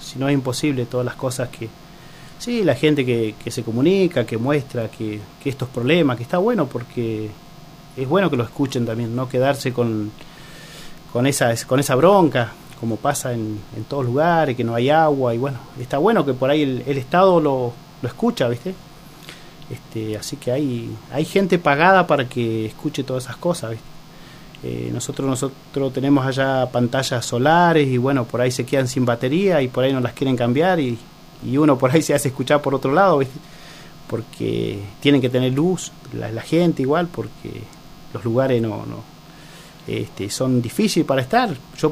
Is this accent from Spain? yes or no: no; Argentina